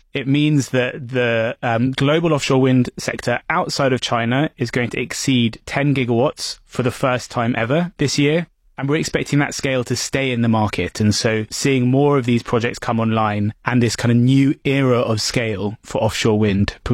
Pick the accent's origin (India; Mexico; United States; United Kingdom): United Kingdom; as a Brit